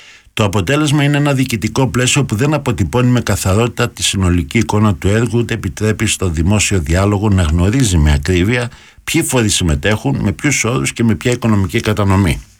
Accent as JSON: {"language": "Greek", "town": "Patras", "region": "Western Greece", "country": "Greece", "moved": "yes", "said": "κατάγομαι από την Εγλυκάδα, εκεί μένει και η μάνα μάλωστε και συγγενείς μου"}